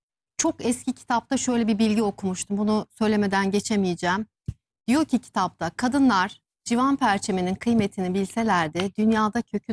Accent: Kahramanmaraş, Turkey; Vallahi Maraş'tan, Kahramanmaraşlıyım ben.

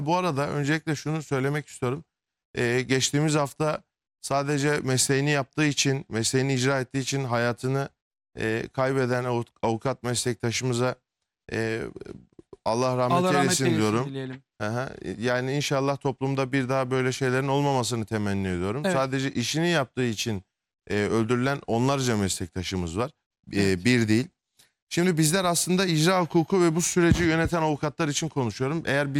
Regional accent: Adıyaman, Turkey; Adıyamanlıyım.

